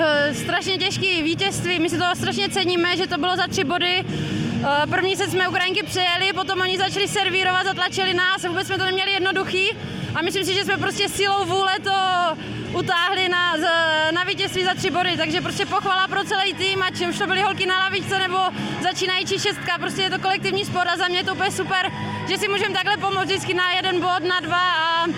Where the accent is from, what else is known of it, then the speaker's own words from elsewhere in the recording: Brno, South Moravian Region, Czechia; já jsem Brňačka